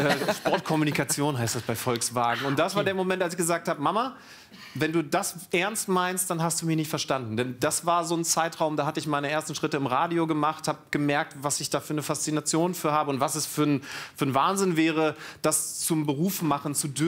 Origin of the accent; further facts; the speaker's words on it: Lower Saxony, Germany; moved away as an adult; Nee, jetzt bin ich ja in der Nähe von Wolfsburg groß geworden.